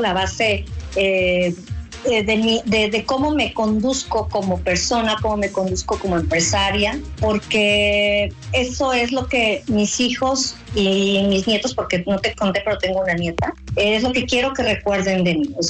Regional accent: Puebla, Mexico; yo soy una mujer poblana, tengo 53 años

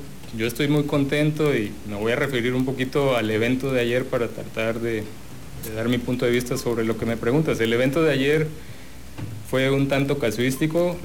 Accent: Tabasco, Mexico; antes que colores somos tabasqueños y lo que nos interesa, los que vivimos aquí y vamos a seguir viviendo, pues es que las cosas sean mejor para Tabasco.

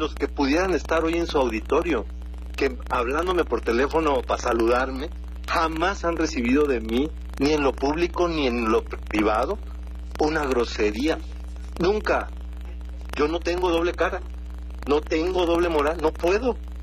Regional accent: Acapulco, Guerrero, Mexico; moved away as an adult; yo no he sido un factor de división en mi pueblo.

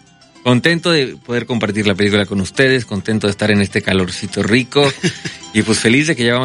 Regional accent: Mexico City, Mexico; yo que soy de la Ciudad de México

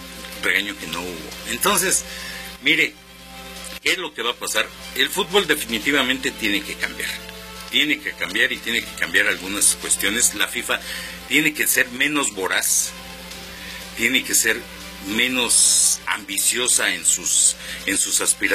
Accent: Mexico

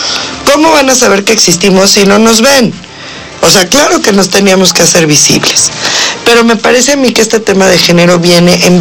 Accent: Puebla, Mexico

